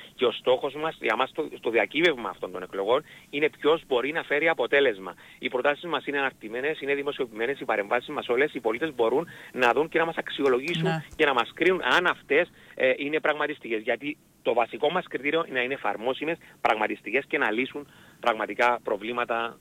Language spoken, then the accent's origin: Greek; Limassol, Limassol District, Cyprus; καθώς ζω την πόλη μου, ζω τη Λεμεσό